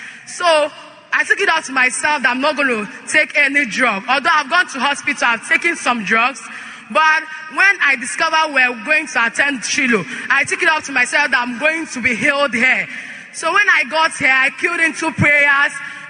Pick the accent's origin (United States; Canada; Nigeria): Nigeria; Imo; Well, I came from Imo State.